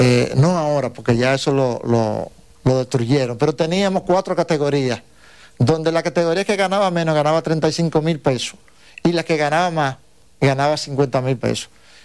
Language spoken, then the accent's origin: Spanish; La Vega, Dominican Republic; En Ucatés y en La Vega, yo soy de La Vega, prácticamente eso está en la más mínima expresión.